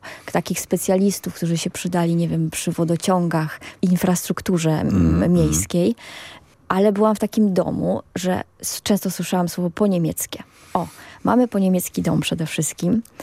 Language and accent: Polish; Paczków, Opole Voivodeship, Poland; Urodziłam się w Paczkowie. To jest takie miasteczko średniowieczne. Ono zachowało swoją strukturę. Ma średniowieczne mury obronne. Jest otoczone, stare miasteczko jest otoczone tymi murami. Są kamieniczki